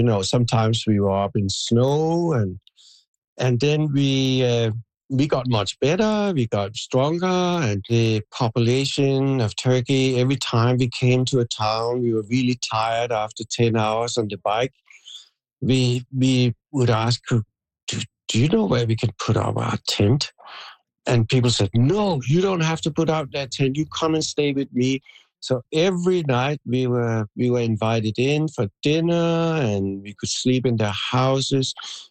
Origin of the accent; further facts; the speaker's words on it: Denmark; also born or lived in Halifax, Canada; now in Blandford, Canada; I grew up in Denmark.